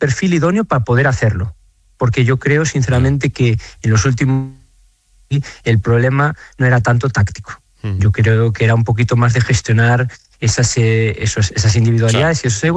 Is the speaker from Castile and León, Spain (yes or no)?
no; Galicia, Spain